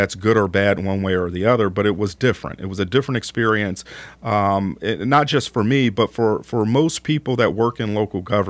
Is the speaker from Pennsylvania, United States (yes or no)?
yes; Philadelphia, Pennsylvania, United States; So I grew up in Philadelphia, which is a big city, but all the surrounding towns are 5,000, 10,000 people